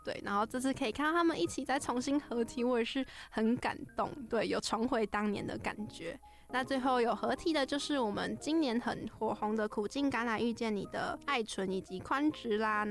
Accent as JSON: {"language": "Chinese", "country": "Taiwan", "said": "甚至这次还举办在我们的家乡"}